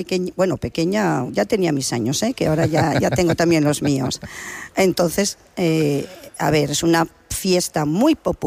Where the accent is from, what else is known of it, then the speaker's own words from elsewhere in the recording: Castrillón, Asturias, Spain; Efectivamente, soy de Castrillón, nacida en Castrillón y vivo en Castrillón, exacto, y toda mi familia también.